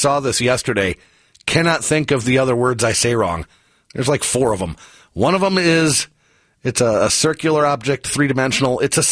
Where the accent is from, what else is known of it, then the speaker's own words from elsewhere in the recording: Canada; I have to say Rundeboot because apparently I'm Canadian.